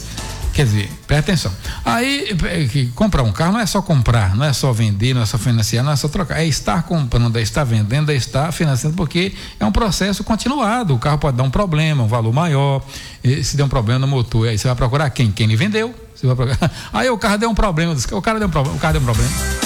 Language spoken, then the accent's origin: Portuguese; Brazil; A gente é brasileiro e tal